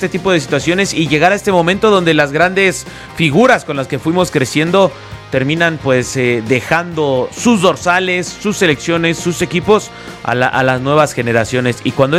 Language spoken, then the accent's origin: Spanish; Mexico; Imagínate, ves, lo que sería poder decir como aficionado mexicano